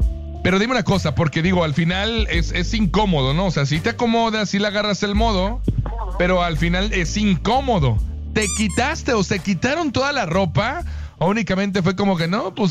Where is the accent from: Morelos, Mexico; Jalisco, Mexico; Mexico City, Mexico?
Morelos, Mexico; Cuernavaca; Yo soy de Cuernavaca, compadre.